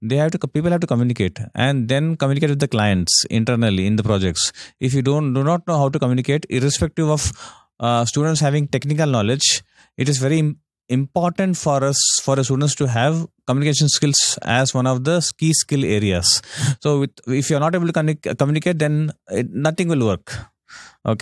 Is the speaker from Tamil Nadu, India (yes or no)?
no; Hyderabad, Telangana, India; from Hyderabad.